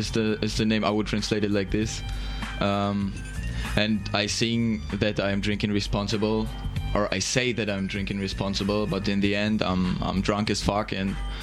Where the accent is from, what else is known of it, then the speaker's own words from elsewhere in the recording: Germany; accent: German; English is a second language; I think my German accent is not so bad.